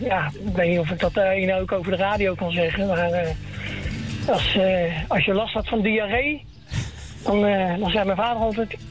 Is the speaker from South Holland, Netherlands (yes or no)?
yes; The Hague, South Holland, Netherlands; ik ben geboren en getogen in Daagse Schilderswijk. En ik zal nooit mijn afkomst van verlogen.